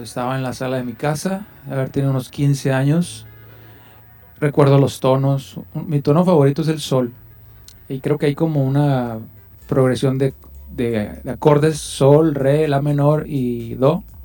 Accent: Mexicali, Baja California, Mexico; now in Tijuana, Mexico; Vengo desde Mexicali y pues aquí andamos en Tijuana.

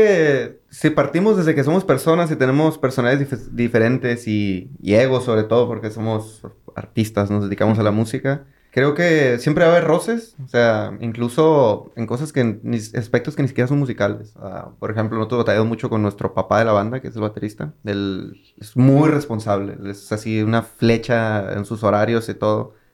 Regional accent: Mexicali, Baja California, Mexico; porque somos de Mexicali y queremos que esto sea para todos.

